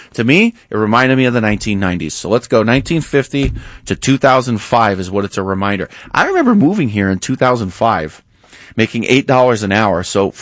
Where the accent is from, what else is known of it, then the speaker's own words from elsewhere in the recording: New York, United States; You know, I grew up in New York.